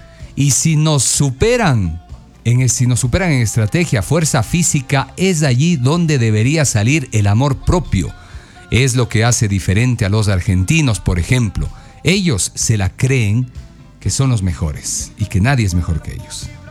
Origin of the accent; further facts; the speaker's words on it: Ecuador; Sabemos que como buen ecuatoriano te gusta la joda. Y a mí también. Pero como buen ecuatoriano, demuestra que estamos hechos de ganas y de ñeque, de empuje y de hambre de gloria.